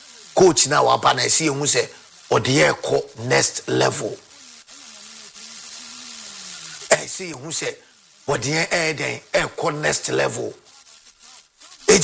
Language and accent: English; Ghana; Do you think, sir, as a Ghanaian, I will follow the blasters of Ghana?